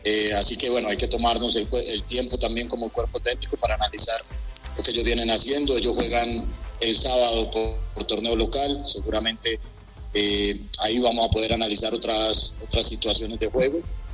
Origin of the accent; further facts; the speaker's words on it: Medellín, Antioquia, Colombia; moved away as an adult; also born or lived in Pereira; now in Bolivia; a mi país, a mi ciudad natal, Medellín, que lo sintió muy fuerte, y a una ciudad que quiero mucho como Pereira, donde viví, donde dirigí y donde tengo muchos amigos